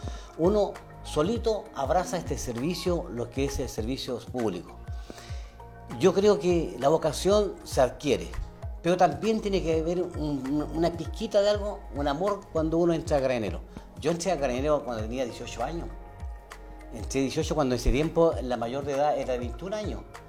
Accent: Tomé, Biobío, Chile; me siento orgulloso, no solamente de haber nacido en California, sino de haber nacido en Tomé, en mi pueblo.

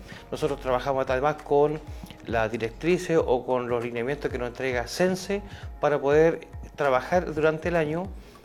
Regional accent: Tomé, Biobío, Chile; Claro, yo nací acá en Tomé en el año 69. El 18 de enero de 1969, por lo que tengo 56 años.

